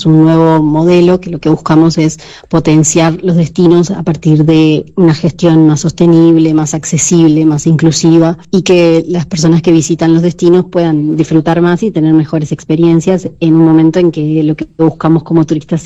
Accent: Uruguay

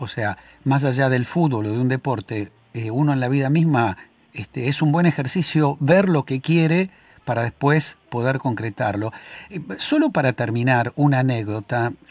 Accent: Argentina

